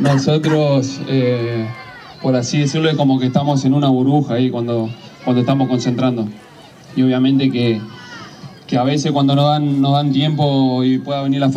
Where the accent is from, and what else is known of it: Argentina